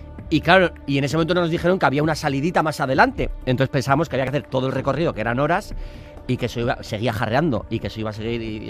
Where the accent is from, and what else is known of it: San Sebastián, Basque Country, Spain